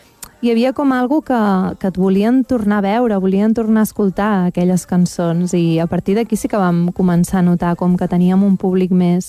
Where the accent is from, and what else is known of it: Castelló d'Empúries, Catalonia, Spain; born or raised there; also born or lived in Roses